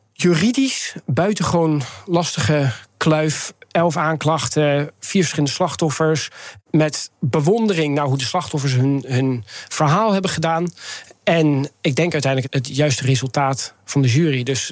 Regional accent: Netherlands; Ik ben opgegroeid in Nederland.

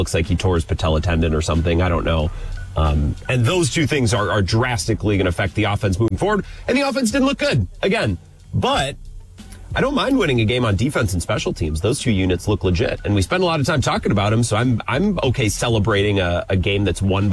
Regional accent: Wisconsin, United States; the pride of Bloomer, Wisconsin, just north of my hometown

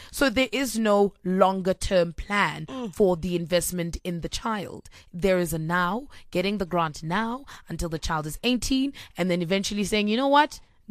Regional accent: Soweto, Gauteng, South Africa; So I grew up in Soweto

